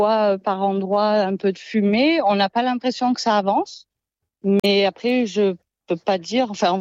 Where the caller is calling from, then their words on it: Montfort, France; Je suis à Montfort.